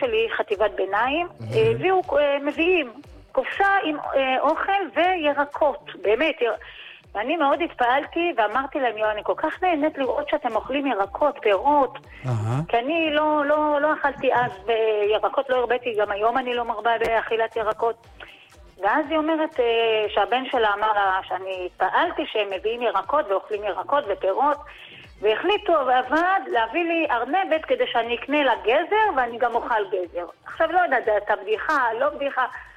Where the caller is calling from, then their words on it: Kfar Bilu, Central District, Israel; אני מכפר בילו.